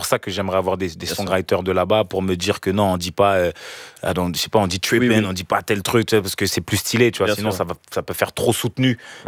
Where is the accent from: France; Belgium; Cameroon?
Cameroon; Et je suis camerounais, frérot. Je suis camerounais, petit.